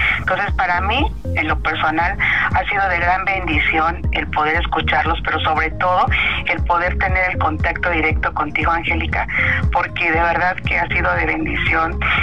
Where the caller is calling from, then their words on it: Tulancingo, Hidalgo, Mexico; yo tengo 59 años, vivo en Tulancingo, Hidalgo.